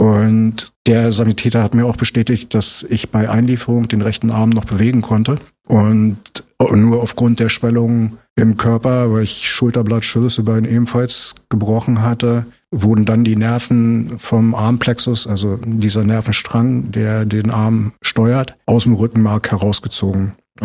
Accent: Fehrbellin, Brandenburg, Germany; Ja, also ich bin in Neuruppin geboren und habe meine ganze Kindheit aber in Färbelin verbracht bis zur Weiterführung.

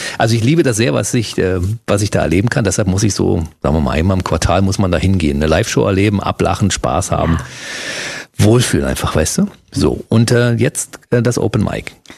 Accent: Berlin, Germany; accent: Berlinisch; wenn wir das als Berliner mal so sagen dürfen

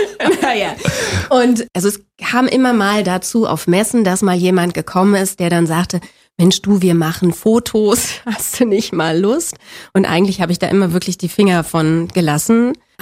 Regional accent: Berlin, Germany; ich bin in Spandau groß geworden.

